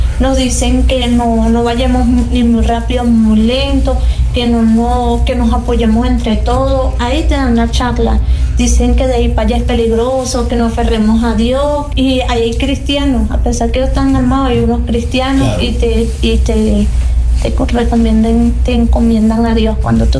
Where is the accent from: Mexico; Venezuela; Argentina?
Venezuela; Yo le dije, no, él es mi hermano, nosotros somos venezolanos.